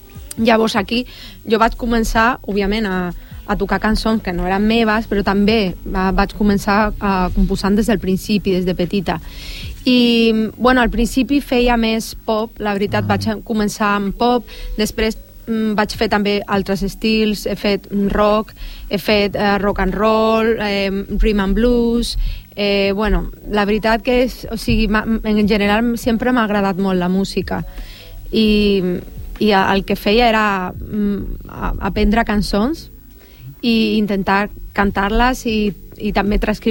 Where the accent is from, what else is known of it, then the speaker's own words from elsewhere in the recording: Málaga, Andalusia, Spain; Catalan is a second language; la manera de pronunciar és molt diferent a l'andalús, precisament, perquè jo vinc de Màlaga i em va costar molt la sonoritat